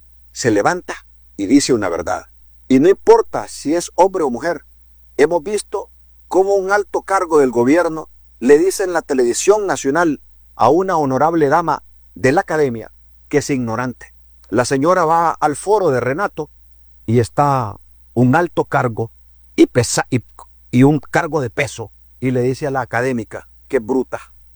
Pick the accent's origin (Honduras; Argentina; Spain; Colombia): Honduras; esos somos nosotros, los hondureños.